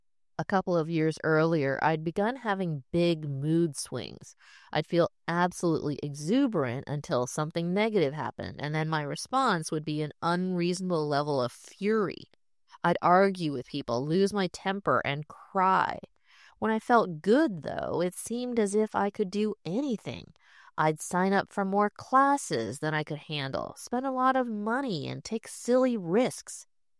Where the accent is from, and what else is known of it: Columbia, Missouri, United States; born or raised there